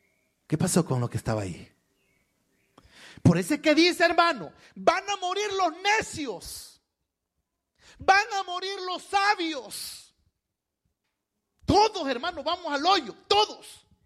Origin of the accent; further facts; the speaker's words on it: San Salvador, El Salvador; now in Santa Ana, El Salvador; antes yo era de San Salvador, hermano. Digo era porque hoy, hermano, estoy capturado aquí. En Santana. Hoy soy residente de Santana.